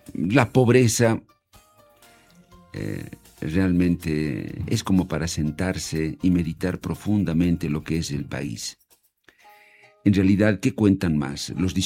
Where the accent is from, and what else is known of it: Bolivia